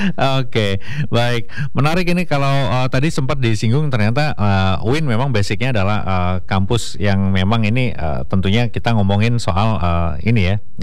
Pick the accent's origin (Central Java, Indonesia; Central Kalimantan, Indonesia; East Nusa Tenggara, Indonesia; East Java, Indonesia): East Java, Indonesia; Kediri; Apalagi sebagai warga Kediri asli nih, Gen Z, saya setuju karena saya juga sering nonton